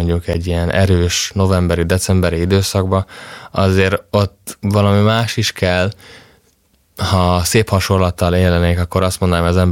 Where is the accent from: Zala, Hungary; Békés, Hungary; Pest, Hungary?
Zala, Hungary; Nagykanizsa; Én Zalából származom, Zala megyéből, Nagykanizsán nőttem fel, és ha jól tudom, akkor Zala megyében elég magas a katolikus hívők aránya